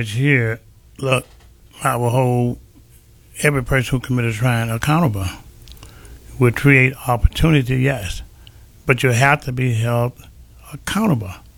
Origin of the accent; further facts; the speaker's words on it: the South, United States; I'm from the Jim Crow days, and down south we were told what to do. We couldn't do nothing unless we were told what to do, all right? And so I always said once, Lord bless me to get from down south